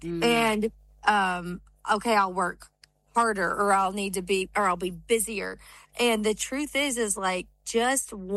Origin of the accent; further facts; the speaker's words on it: Alabama, United States; I'm from Alabama.